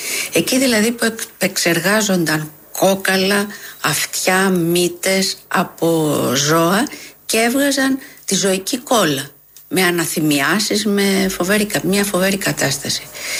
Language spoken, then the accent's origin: Greek; Athens, Attica, Greece; born there; also born or lived in Alexandria, Egypt; Εγώ γεννήθηκα στην Αλεξάνδρεια, αλλά ήρθα 6 μηνών στην Κυψέλη, σε ένα σπίτι στη Λίμνου που τώρα λέγεται Λέλας Καραγιάννη.